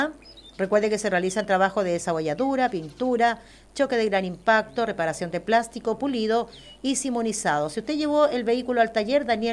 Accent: Chile; Así somos los chilenos.

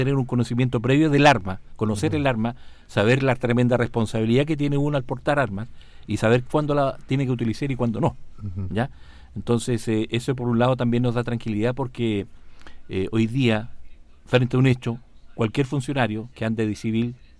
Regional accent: Chile

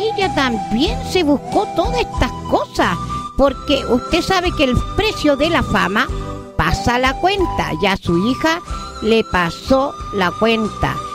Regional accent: Chile; entonces nosotros como buenos chilenos los ponemos las pilas

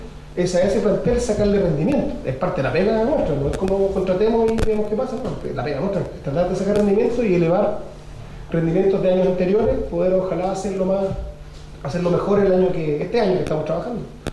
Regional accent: southern Chile, Chile; Nosotros somos del sur de Chile, no es lo mismo que el nortino o el que entrena en sintético

